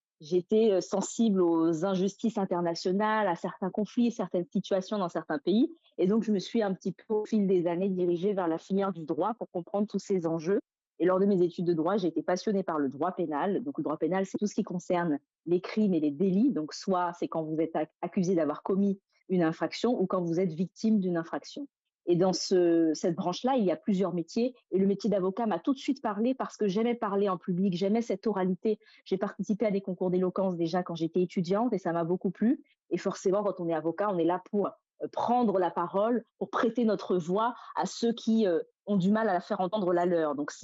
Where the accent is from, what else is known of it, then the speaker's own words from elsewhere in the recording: France; moved away as an adult; now in Fort-de-France, Martinique; Je suis martiniquaise par mes deux parents, mais j'ai grandi en France